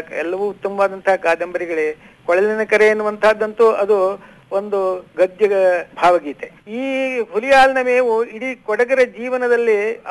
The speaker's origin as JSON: {"language": "Kannada", "town": "Kumta", "region": "Karnataka", "country": "India", "tie": "born or raised there", "said": "ನಮ್ಮ ಊರು ಕುಮಟಾ ಹೊಲನಗದ್ದೆ ಅಂತೇಳಿ, ಕುಮಟಾ ತಾಲೂಕು, ಉತ್ತರ ಕನ್ನಡ ಜಿಲ್ಲೆ."}